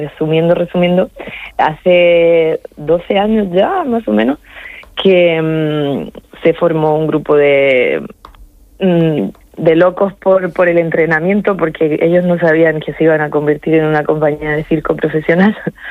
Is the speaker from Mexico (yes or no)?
no; Torre Pacheco, Region of Murcia, Spain; also born or lived in Cartagena; Nacida en Cartagena, pero me crié en Torre Pacheco.